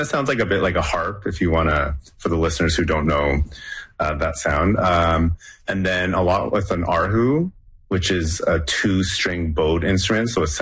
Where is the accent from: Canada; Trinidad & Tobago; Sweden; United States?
Canada; also born or lived in Hong Kong; growing up, I was born in Hong Kong and I immigrated to Canada. And growing up in Canada, I felt like I just always had to assimilate.